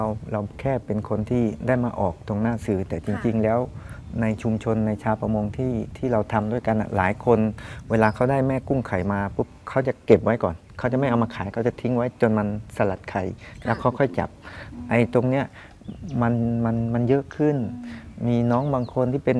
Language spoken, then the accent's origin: Thai; Ko Mak, Phatthalung, Thailand; จริงๆเรามองเกาะหมากครับเราเกิดแล้วเราโตที่นี่เราติดใจในรสชาติของกุ้งปลาในทะเลสาบสงขลา